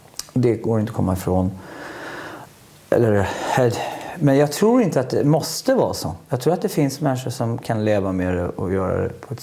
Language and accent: Swedish; Stockholm, Stockholm County, Sweden; men vi var från Stockholm. Vi var lite svarta och lite sådär deppiga.